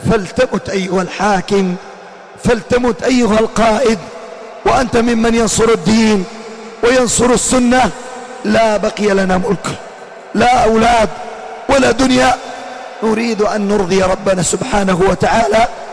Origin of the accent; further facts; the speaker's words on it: Yemen; في بلادنا اليمن